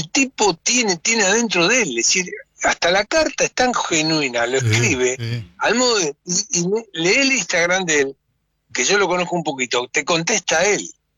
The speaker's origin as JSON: {"language": "Spanish", "country": "Argentina", "said": "Y bueno, lo disfrutará, lo disfrutaremos como argentino."}